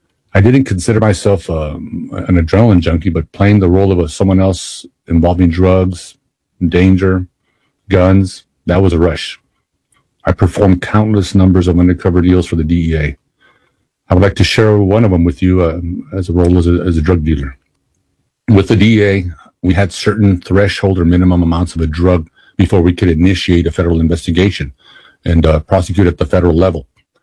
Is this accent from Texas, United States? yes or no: yes; El Paso, Texas, United States; I was born and raised in El Paso, so I was familiar with the culture, the people in the streets of the city.